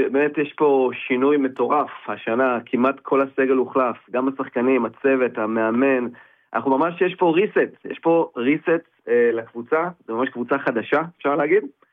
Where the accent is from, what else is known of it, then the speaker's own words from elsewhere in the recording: Rishon LeZion, Central District, Israel; moved away; אנחנו בעצם שני חברי ילדות, נולדנו וגדלנו בראשון